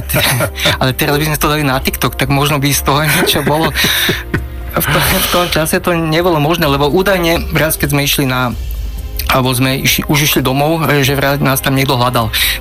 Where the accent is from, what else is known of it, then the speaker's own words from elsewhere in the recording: Modra, Bratislava Region, Slovakia; ja pochádzam z Modry